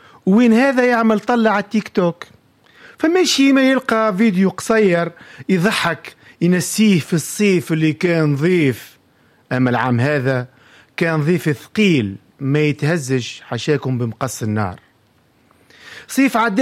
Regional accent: Tunisia; احنا تونسي ديما في جرة بعضه الشيء

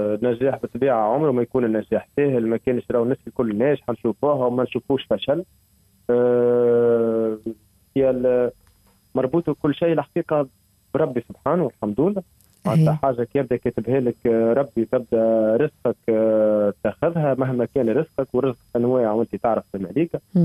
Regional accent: Essouassi, Mahdia Governorate, Tunisia; مع قريتي السويس

